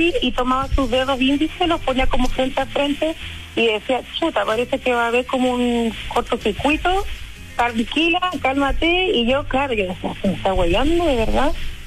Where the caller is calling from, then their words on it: Puerto Varas, Los Lagos, Chile; aquí yo soy de Puerto Vara